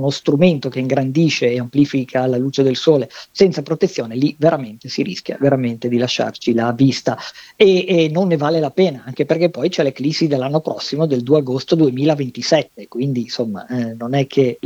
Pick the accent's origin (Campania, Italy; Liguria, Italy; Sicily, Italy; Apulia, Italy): Liguria, Italy; Genoa; tu lo sai, sei genovese come me